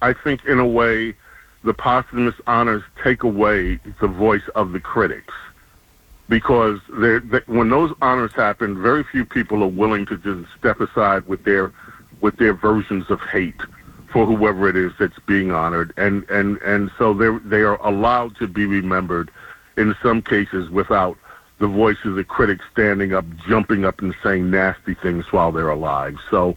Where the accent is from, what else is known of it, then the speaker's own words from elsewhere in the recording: New York City, New York, United States; I'm so grateful to God that I lived in New York City when I did, that I was raised in New York City.